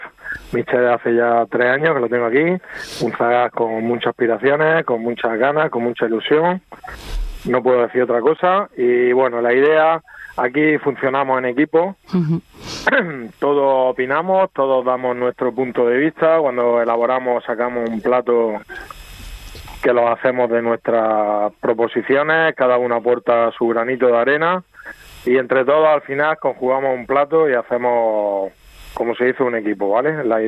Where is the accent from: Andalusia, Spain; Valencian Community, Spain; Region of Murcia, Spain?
Region of Murcia, Spain; Sí, el limón, como buenos murcianos, ya sabes, el limón es un ingrediente que a casi todo el mundo le gusta y le ponemos limón a todos los platos.